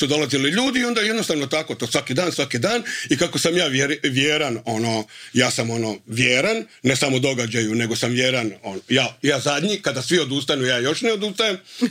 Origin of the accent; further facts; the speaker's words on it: Požega, Požega-Slavonia County, Croatia; now in Zagreb, Croatia; Ja sam odraštao, rođen sam u Požegi.